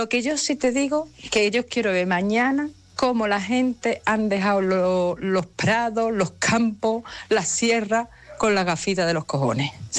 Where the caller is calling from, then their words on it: Écija, Andalusia, Spain; Buenos días, Chemita, desde Écija.